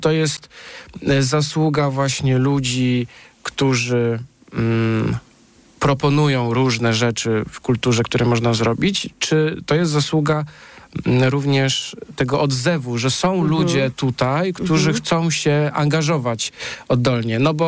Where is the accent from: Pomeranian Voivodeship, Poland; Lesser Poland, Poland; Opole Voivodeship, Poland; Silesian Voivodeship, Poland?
Pomeranian Voivodeship, Poland; Sopot; Ja jestem z Sopotu, więc trzymam kciuki za panią.